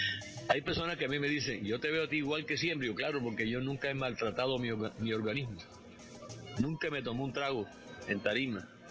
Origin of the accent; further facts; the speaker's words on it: Sincelejo, Sucre, Colombia; es que yo vengo de Sincerejo. Y yo allá trabajaba con Pepsi-Cola.